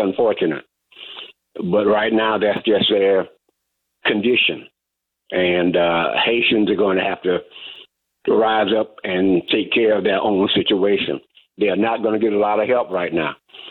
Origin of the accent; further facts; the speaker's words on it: Jacksonville, Florida, United States; born there; By the way, I'm from Florida. I'm from Jacksonville.